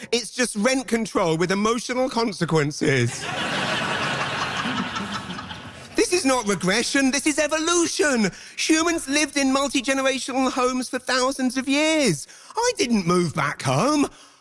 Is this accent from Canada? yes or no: no; England, United Kingdom; I mean, I'm English, so moving back home just meant repressing things and moving closer to the source.